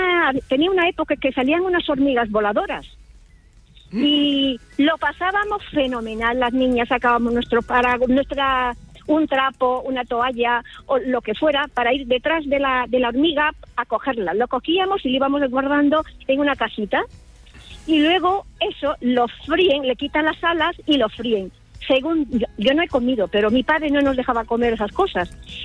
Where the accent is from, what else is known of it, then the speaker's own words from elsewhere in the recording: Yurimaguas, Loreto, Peru; now in Madrid, Spain; Yo soy peruana, llevo aquí en España como 40 años, pero... Sí. En mi pueblo, en Yurimaguas, la selva amazónica de Perú, departamento de Loreto, y nuestra capital es Iquitos.